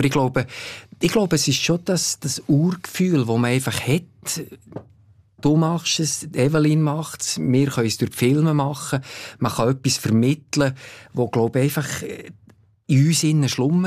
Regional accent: Switzerland; sind wir Schweizer, sie haben gleich auch ein Bergvolk.

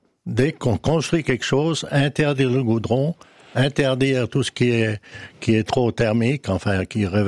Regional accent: Valais, Switzerland; Non, moi, je souffre pas, je suis valaisan. On souffre de cette chaleur.

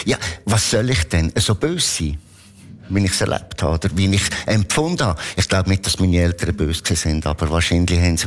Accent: Lucerne, Switzerland; Und in Bern, ich als Luzerner, durfte ich nicht einmal einen Beitrag auf Mundart lesen.

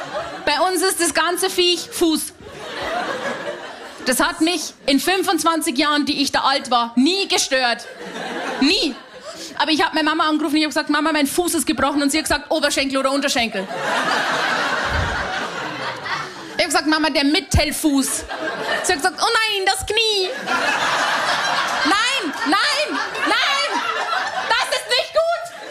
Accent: Haunersdorf, Bavaria, Germany; Ich bin aus einem sehr, sehr kleinen Ort in Niederbayern. Ich bin aus Haunersdorf bei Simbach, bei Landau an der Isar. Das sind 3 Orte und ein Fluss und ihr wisst nicht grob, wo das ist. Da bin ich her, da wohnen 500 Menschen

